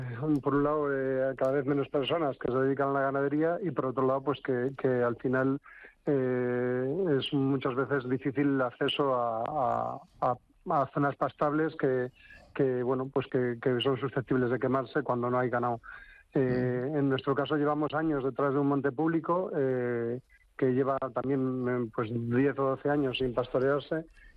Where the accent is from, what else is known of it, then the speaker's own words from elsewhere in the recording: Valladolid, Castile and León, Spain; born there; moved away as an adult; now in Extremadura, Spain; yo soy hijo de migrantes, mis padres sí que vivieron en el campo y yo nací en una ciudad, en Valladolid, y bueno, pues mi intención era volver al pueblo de mi familia en cuanto pudiera.